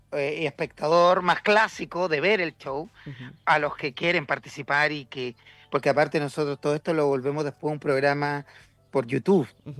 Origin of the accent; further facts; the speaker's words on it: Concepción, Biobío, Chile; cuando salí de mi natal Concepción